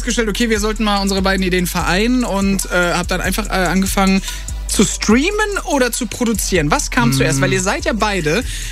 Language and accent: German; Mannheim, Baden-Württemberg, Germany; born or raised there; now in Berlin, Germany